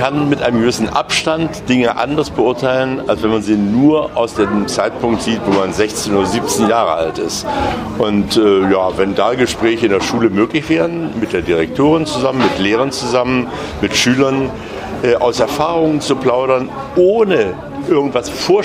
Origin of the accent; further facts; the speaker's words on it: Dessau, Saxony-Anhalt, Germany; moved away; Naja, ich komme hier aus Dessau. Ich bin hier sogar irgendwann mal Ehrenbürger geworden.